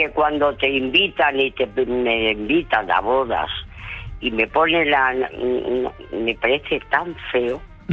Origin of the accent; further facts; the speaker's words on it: Segovia, Castile and León, Spain; born there; now in Madrid, Spain; Soy de Segovia.